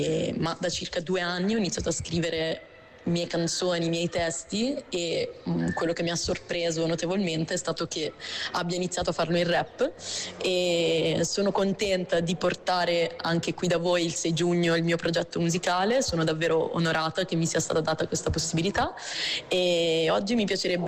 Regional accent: Apulia, Italy; moved away as an adult; now in Padua, Italy; ho 26 anni … sono pugliese ma abito a Padova da circa 8 anni per studio e lavoro

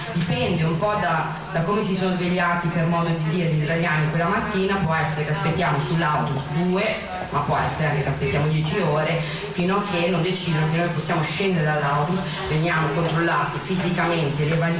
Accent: Ramallah, West Bank, Palestine; siamo tutti palestinesi, ma purtroppo veniamo da città diverse, con difficoltà diverse. Io per esempio vengo da Ramallah

